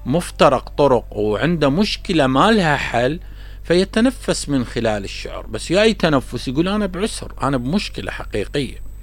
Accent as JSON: {"language": "Arabic", "country": "Iraq", "said": "احنا كعراقيين عشناها"}